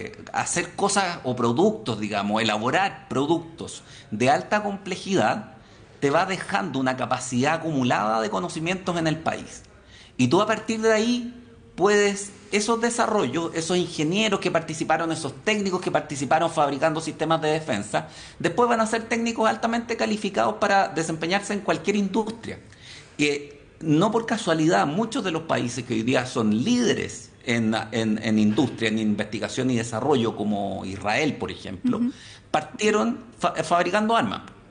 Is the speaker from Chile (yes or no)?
yes; Chile